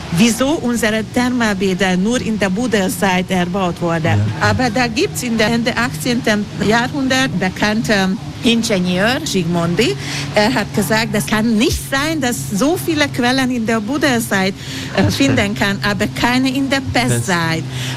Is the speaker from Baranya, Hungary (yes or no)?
no; Budapest, Hungary; German is a second language; aber bei uns in Ungarn, in Budapest, finden sie Ilice.